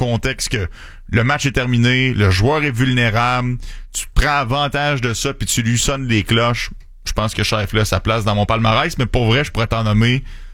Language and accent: French; Quebec, Canada; Je suis canadien-québécois, oui